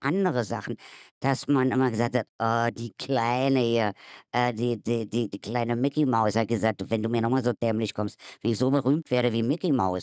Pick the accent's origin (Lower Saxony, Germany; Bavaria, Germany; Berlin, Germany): Berlin, Germany; accent: Berliner Dialekt; moved away as an adult; mit meinem Berliner Dialekt, als ich nach dem Westen kam und mich vorgestellt habe